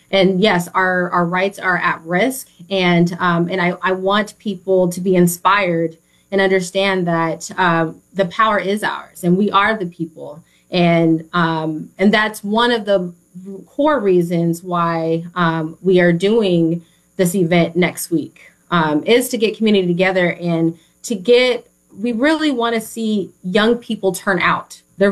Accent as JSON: {"language": "English", "town": "Tacoma", "region": "Washington", "country": "United States", "tie": "born or raised there", "said": "I remember the first time I skipped school, I was coming down from Tacoma, from Mount Tahoma High School, to Seattle, didn't tell my parents."}